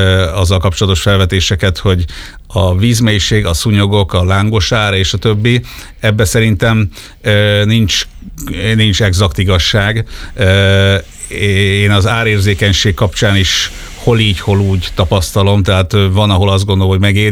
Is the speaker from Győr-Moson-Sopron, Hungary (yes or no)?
yes; Sopron, Győr-Moson-Sopron, Hungary; Egy pilot projektet tavaly a Sopronban, én Soproni vagyok, elindítottunk Best of Sopron néven